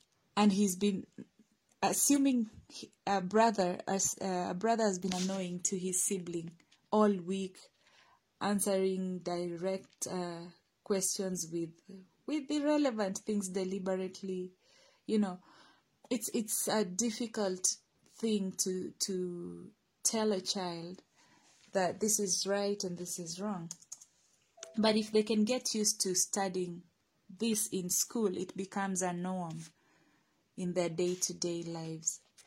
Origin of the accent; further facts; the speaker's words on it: Kenya; my home country, Kenya